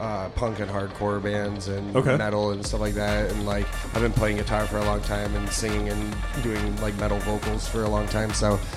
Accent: Detroit, Michigan, United States; we're from Detroit.

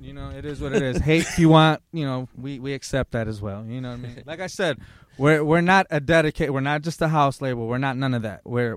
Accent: Lansing, Michigan, United States; You know, I'm originally from Lansing.

